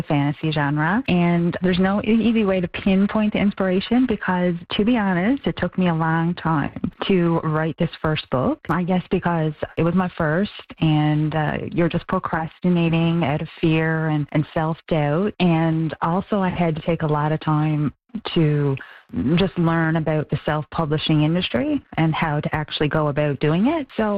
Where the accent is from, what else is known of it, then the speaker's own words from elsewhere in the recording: Port Hope Simpson, Newfoundland and Labrador, Canada; my hometown, Port Hope Simpson, that's on the South Coast.